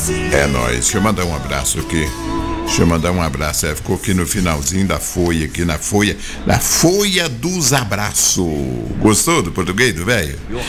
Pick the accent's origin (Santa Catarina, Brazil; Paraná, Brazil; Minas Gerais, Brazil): Minas Gerais, Brazil; accent: caipira; eu sou locutor caipira, sou da roça, eu sou da paineira.